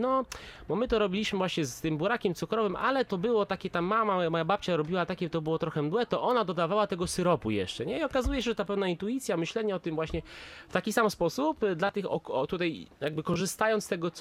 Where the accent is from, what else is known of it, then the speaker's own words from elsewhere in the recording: Masovian Voivodeship, Poland; to jest bardzo charakterystyczne dla właśnie południowo-wschodniego Mazowsza tutaj ta nasza sójka